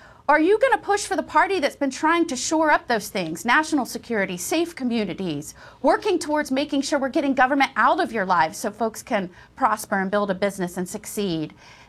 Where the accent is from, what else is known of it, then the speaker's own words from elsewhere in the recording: Florida, United States; I'm a mom from Florida, and I've been pushing for more daylight and later in the evening, more time outside for kids, more time in the evening.